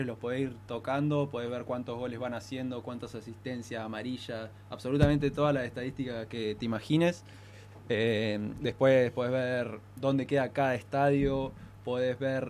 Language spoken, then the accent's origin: Spanish; Neuquén, Argentina; vos elegís, por ejemplo, de qué ciudad sos, yo ahí pongo de Neuquén.